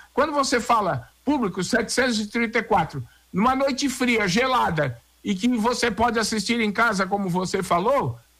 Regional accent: Santa Catarina, Brazil; eu sou catarinense em primeiro plano, tenho simpatia pelo Botafogo, mas sou catarinense.

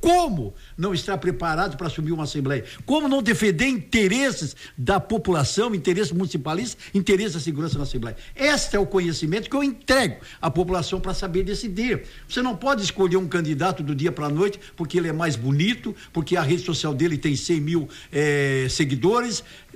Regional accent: Braço do Norte, Santa Catarina, Brazil; also born or lived in Itajaí; eu nasci lá em Braço do Norte. E quando eu nasço em Braço do Norte, eu nasço de um pai operário, meu pai era operário de uma fábrica de espelho, da Espelho Santa Luzia, e a minha mãe era uma dona de casa.

